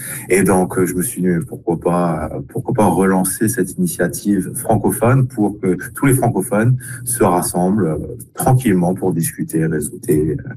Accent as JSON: {"language": "French", "country": "St. Pierre & Miquelon", "moved": "yes", "lives_now": "St. John's, Canada", "said": "des Français de Saint-Pierre-et-Miquelon, d'où je viens"}